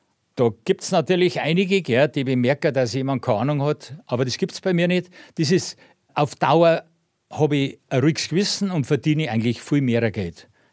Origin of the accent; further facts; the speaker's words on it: Bassing, Germany; Und da bin ich aufgewachsen in Bassing in der Mayhofstraße.